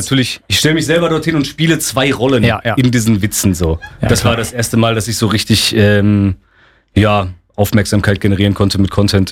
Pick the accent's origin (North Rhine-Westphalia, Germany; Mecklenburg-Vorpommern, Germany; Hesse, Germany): North Rhine-Westphalia, Germany; Werl; also born or lived in Unna; Wenn du so willst, komme ich aus Unna, weil ich bin in Unna geboren und meine ersten 5 Lebensjahre habe ich dort verbracht. Danach bin ich aber nach Werl gezogen, habe da meine ganze Jugend verbracht.